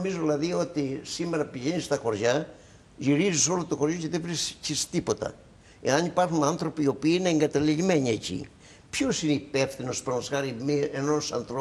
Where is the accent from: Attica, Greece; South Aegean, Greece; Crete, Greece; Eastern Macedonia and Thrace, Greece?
Crete, Greece; Lasithi; born there; also born or lived in Heraklion; έφυγα δηλαδή από το Λασίδι όπου γεννήθηκα.